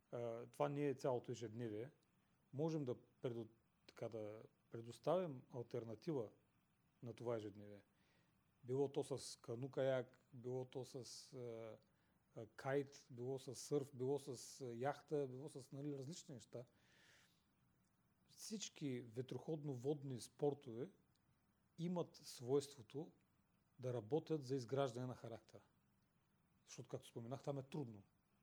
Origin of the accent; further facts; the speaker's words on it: Burgas, Burgas Province, Bulgaria; Ние имаме не само в Бургас, аз съм бургазлия, много се гордея с това